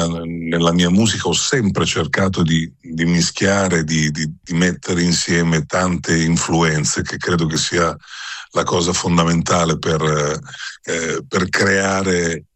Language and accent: Italian; Sicily, Italy; Io comunque vengo dalla Sicilia e ho riscontrato anche delle similitudini.